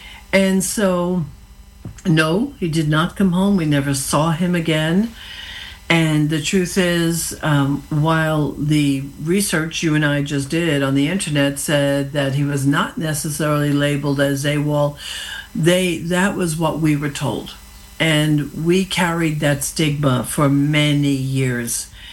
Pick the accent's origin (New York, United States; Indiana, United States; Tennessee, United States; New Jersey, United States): New Jersey, United States; Hudson County; now in Morris County, New Jersey, United States; Yep, I am in Hudson County. Well, I'm in Morris County now, born and bred in Hudson County. So a little bit of a... A true Jersey girl, in other words.